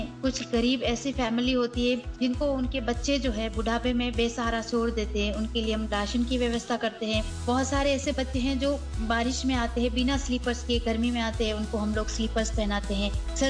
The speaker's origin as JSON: {"language": "Hindi", "town": "Udaipur", "region": "Rajasthan", "country": "India", "said": "और मैं उदयपुर से बिलोंग करती हूँ।"}